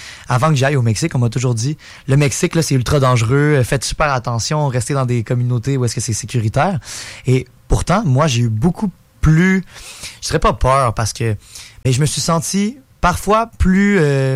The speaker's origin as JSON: {"language": "French", "town": "Quebec City", "region": "Quebec", "country": "Canada", "tie": "born there", "first_language": "Spanish", "second_language": "French", "said": "Ma mère est espagnole, 100% espagnole, et mon père est de Montréal. Et donc, je suis né à Québec, ici, là, comme tu disais, Carl, dans le quartier Saint-Sacrement, donc dans la circonscription de Taschereau. Je parle français, anglais, espagnol, bien évidemment. L'espagnol étant ma langue maternelle."}